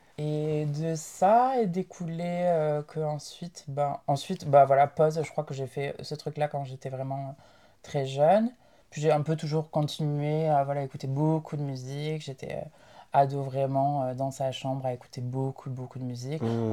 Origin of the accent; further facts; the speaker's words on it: Carcassonne, Occitanie, France; parce que je viens de Carcassonne.